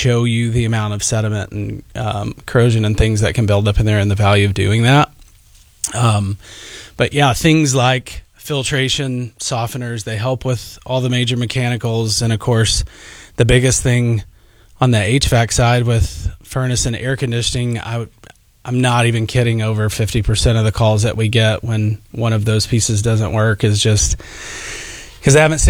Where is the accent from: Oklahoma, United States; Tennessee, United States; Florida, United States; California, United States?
Oklahoma, United States; moved away; I grew up in Oklahoma